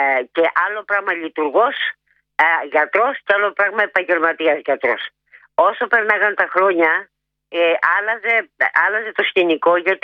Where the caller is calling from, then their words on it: Chalcis, Central Greece, Greece; είμαι από τη Χαλκίδα